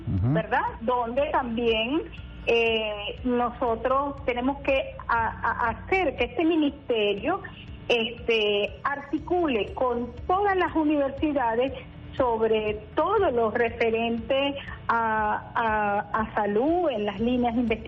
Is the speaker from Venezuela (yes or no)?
yes; Venezuela; Como venezolana, como guayú, como indígena, ahora asumir el viceministerio